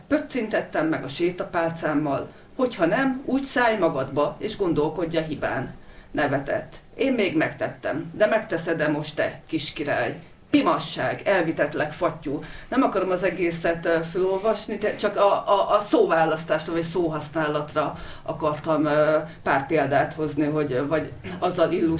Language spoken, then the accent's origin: Hungarian; Hajdú-Bihar, Hungary; Ugye, én a hajdúságban nőttem föl